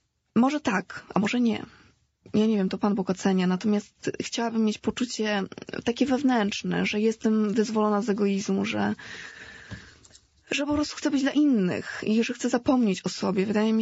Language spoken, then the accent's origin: Polish; Warsaw, Masovian Voivodeship, Poland; also born or lived in Africa; Urodziłam się w Afryce, tam 4 lata spędziłam, a potem już przeprowadziliśmy się do Polski i mieszkam w Warszawie od 4 roku życia przez cały czas.